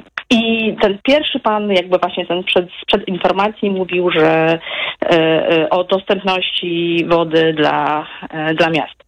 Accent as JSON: {"language": "Polish", "town": "Warsaw", "region": "Masovian Voivodeship", "country": "Poland", "said": "I tutaj przedstawię taki przykład. Ja jestem z Warszawy."}